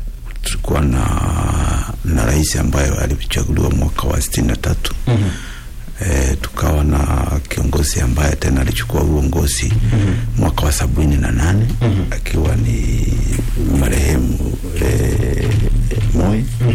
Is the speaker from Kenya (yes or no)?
yes; Rift Valley, Kenya; born there; now in Eldoret, Kenya; Kana na hiyo mimi ni mkaaji wa Eldoret wa Rift Valley na nimesaliwa upande wa Rift Valley.